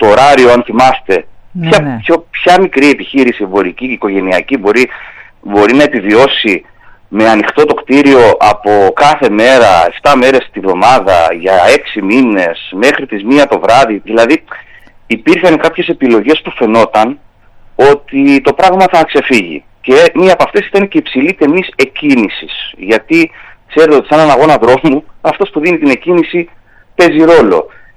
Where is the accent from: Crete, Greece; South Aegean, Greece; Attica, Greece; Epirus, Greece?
Crete, Greece; Chania; Γνωρίζουμε σαν Χανιώτες